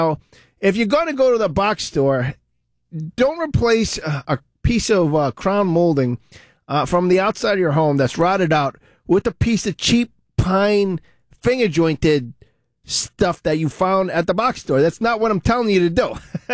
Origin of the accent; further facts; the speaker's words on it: Providence, Rhode Island, United States; just because I grew up in Olneyville, I know Providence really, really well.